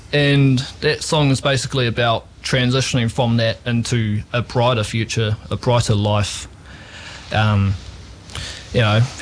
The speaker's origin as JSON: {"language": "English", "town": "New Plymouth", "region": "Taranaki", "country": "New Zealand", "tie": "born or raised there", "said": "I grew up here in New Plymouth. Have lived in many places around the place, many suburbs. I'm currently based out in Arukura"}